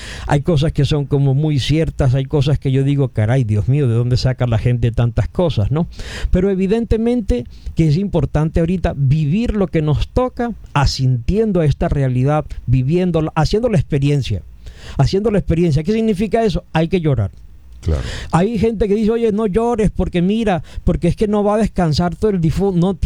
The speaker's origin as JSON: {"language": "Spanish", "country": "Venezuela"}